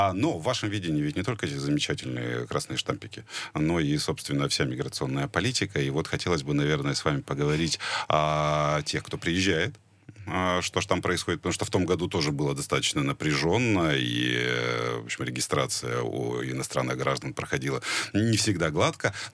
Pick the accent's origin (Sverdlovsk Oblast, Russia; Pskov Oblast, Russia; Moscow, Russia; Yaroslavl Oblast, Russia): Sverdlovsk Oblast, Russia; Yekaterinburg; вот мне, как обычному жителю Екатеринбурга